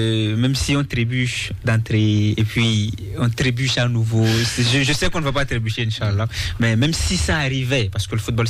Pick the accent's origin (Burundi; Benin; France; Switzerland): Benin; Kandi, Alibori; moi, je viens d'une zone septentrionale très éloignée. Ouais. Je viens de Kandy. C'est vraiment loin.